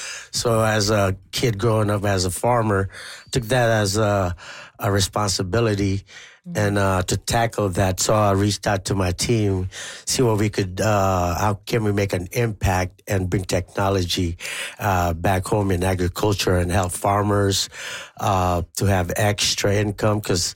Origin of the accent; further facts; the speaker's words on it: Philippines; Growing up in the Philippines, it's already so hard.